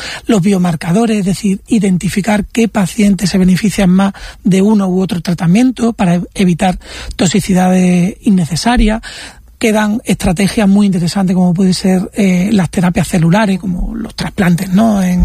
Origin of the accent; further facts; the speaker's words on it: Extremadura, Spain; also born or lived in Córdoba; now in Málaga, Spain; Bueno, yo soy extremeño, realmente.